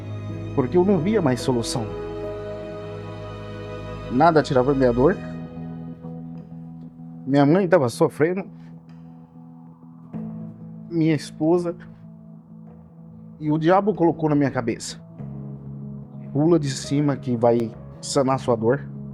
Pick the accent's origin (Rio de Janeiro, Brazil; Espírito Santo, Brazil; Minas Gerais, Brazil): Minas Gerais, Brazil; sou mineiro